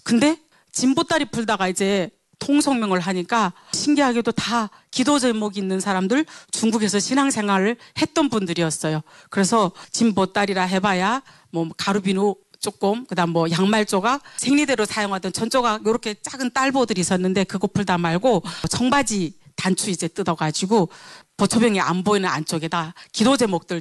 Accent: North Korea; moved away as an adult; also born or lived in China; now in South Korea; 북한에서는 결혼 안 하고 중국에서 애 아빠를 만나서 살았지만

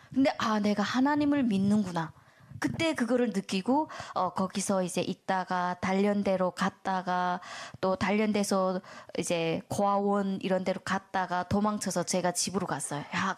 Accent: North Korea; 우리 북한에서 왔고 하니까 이제 위험하구나 해가지고

